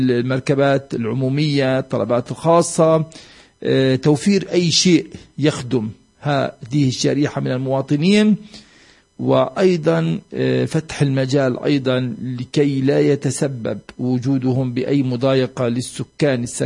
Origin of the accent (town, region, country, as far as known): Bethlehem, West Bank, Palestine